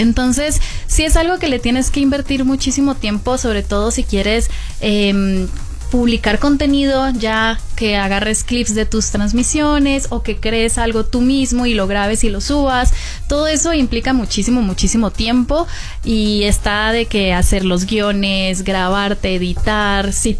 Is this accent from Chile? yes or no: no; Cali, Valle del Cauca, Colombia; moved away as an adult; now in Mexico; mi ciudad, que yo soy de Cali